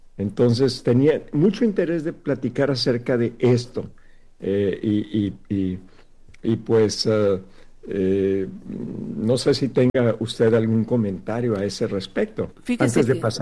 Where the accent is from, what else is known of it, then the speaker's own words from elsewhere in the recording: Sinaloa, Mexico; moved away; yo soy de Sinaloa